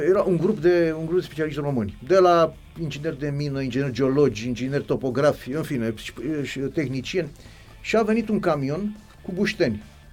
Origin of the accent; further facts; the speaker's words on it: Algeria; Eu am copilărit mulți ani, am copilărit în Algeria.